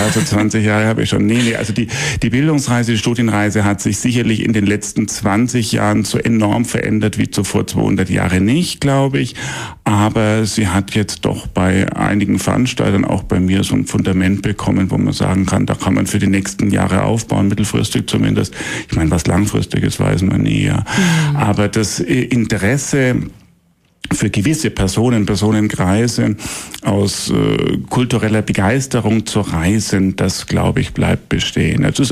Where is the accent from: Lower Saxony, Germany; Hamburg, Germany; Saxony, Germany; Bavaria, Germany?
Bavaria, Germany; Ich bin als Franke gerne hier heute in Weimar.